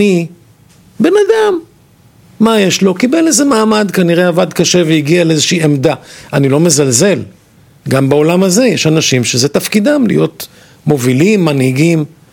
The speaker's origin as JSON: {"language": "Hebrew", "town": "Kiryat Gat", "region": "Southern District", "country": "Israel", "tie": "born or raised there", "said": "גדלתי בעירה קטנה בדרום, בקריית גת"}